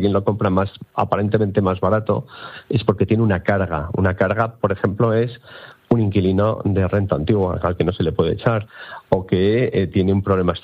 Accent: Bilbao, Basque Country, Spain; yo que soy de Bilbao

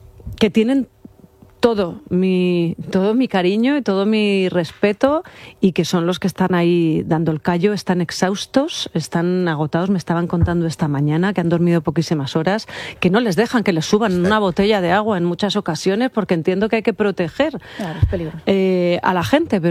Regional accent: Sotillo de la Adrada, Castile and León, Spain; En Sotillo de la Draa hemos de dar gracias porque las casas parece que de momento no han resultado afectadas.

